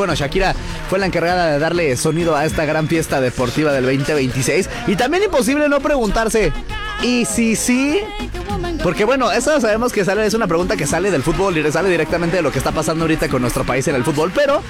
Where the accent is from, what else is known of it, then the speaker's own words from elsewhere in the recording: Mexico; todos como población mexicana